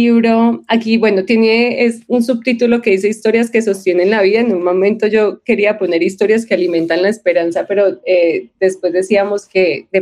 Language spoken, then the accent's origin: Spanish; Colombia; son representaciones finalmente de lo que somos como colombianos.